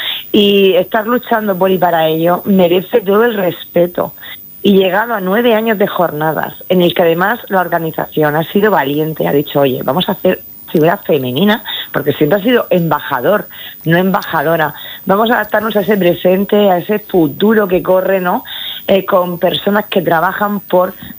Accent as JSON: {"language": "Spanish", "region": "Region of Murcia", "country": "Spain", "said": "es que soy festera, es que soy murciana"}